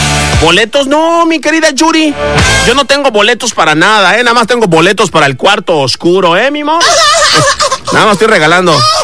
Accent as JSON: {"language": "Spanish", "region": "Tabasco", "country": "Mexico", "lives_now": "Cancún, Mexico", "said": "Soy de Tabasco, pero ahorita te estoy escuchando aquí en Cancún."}